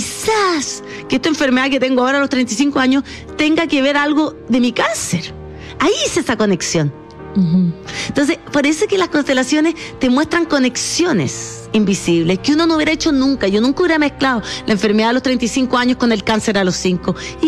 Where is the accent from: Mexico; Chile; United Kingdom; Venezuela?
Chile; moved away as an adult; also born or lived in Netherlands; Yo soy croata y alemana, pero fui criada como en Rasuri, completamente chilena.